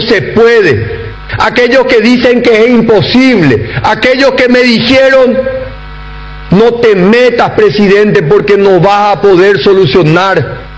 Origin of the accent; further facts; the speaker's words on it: Paraguay; me siento orgulloso como paraguayo, como un joven que ama a esta patria